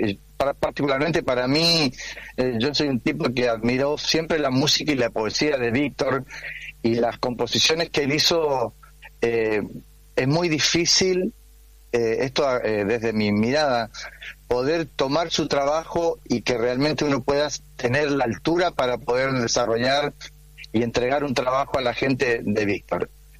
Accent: Chile; born there; moved away; yo cuando estuve en Chile, yo soy chileno, nací allá, por supuesto, en el golpe de Estado, yo estaba en Santiago

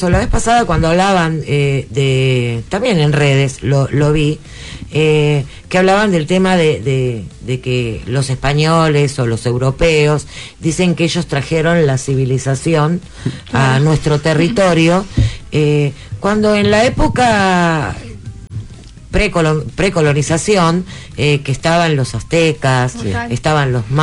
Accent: Argentina; nosotros somos argentinos, y Argentina tiene su idiosincrasia, tiene su cultura

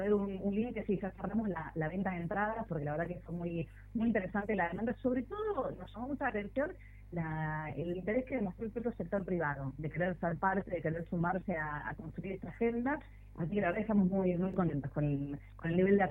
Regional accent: Tierra del Fuego, Argentina; ¿Viste cómo somos los fueguinos?

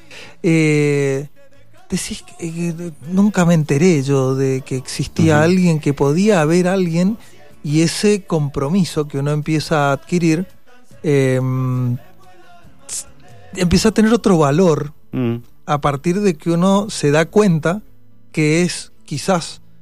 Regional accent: Chilecito, La Rioja, Argentina; Yo me crié en Chilecito, en La Rioja.

